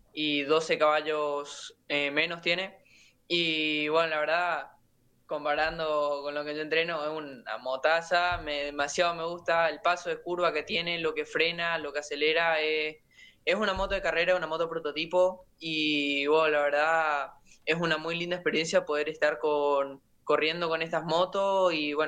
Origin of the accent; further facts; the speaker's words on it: Puerto Rico, Misiones, Argentina; Sí, de Puerto Rico.